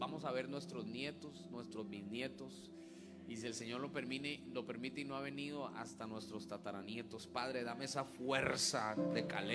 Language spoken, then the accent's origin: Spanish; Colombia; born there; moved away; Pero yo nací en el campo de Colombia.